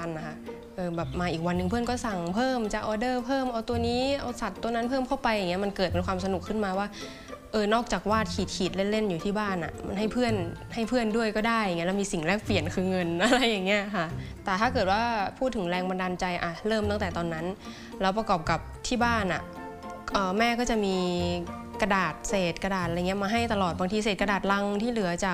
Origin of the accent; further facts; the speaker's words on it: Chiang Rai, Thailand; ก็เป็นศิลปินอิสระทำงานอยู่ที่จังหวัดเชียงรายบ้านเกิดเนี่ยค่ะ